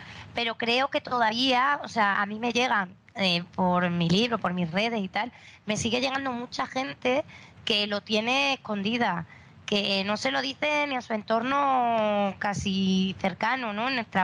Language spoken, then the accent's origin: Spanish; Extremadura, Spain; Yo soy de Extremadura, me crié en un pueblo muy pequeño de Extremadura, menos de 4.000 habitantes.